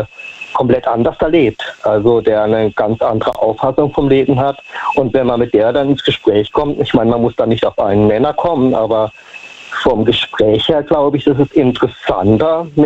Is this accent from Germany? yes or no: yes; Lichtenau, Baden-Württemberg, Germany; Ich komme aus Lichtenau in der Nähe von Baden-Baden.